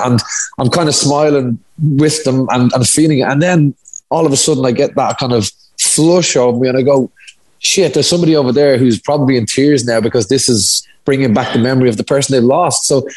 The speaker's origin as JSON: {"language": "English", "town": "Dublin", "region": "Leinster", "country": "Ireland", "said": "we're both from Dublin."}